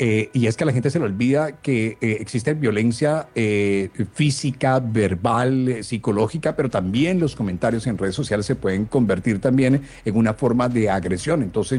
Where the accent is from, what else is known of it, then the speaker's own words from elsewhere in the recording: Caribbean Region, Colombia; quien me escucha temprano sabe que yo soy orgullosamente caribeño.